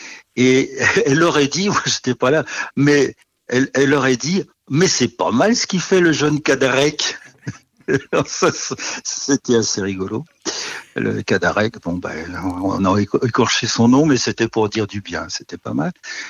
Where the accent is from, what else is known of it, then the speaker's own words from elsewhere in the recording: Nouvelle-Aquitaine, France; Moi, je suis plutôt du Poitou-Charentes, hein, en fait. Hein. Je suis un petit peu au sud.